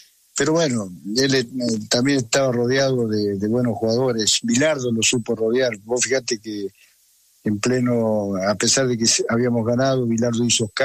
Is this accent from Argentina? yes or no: yes; Argentina; Bueno, mirá, la verdad es que ya como argentino ya cansa un poquito, ¿no?